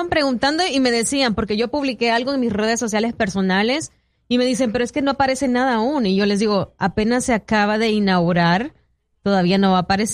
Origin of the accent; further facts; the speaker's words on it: El Salvador; Los que venimos de El Salvador sabemos y somos expertos en calor.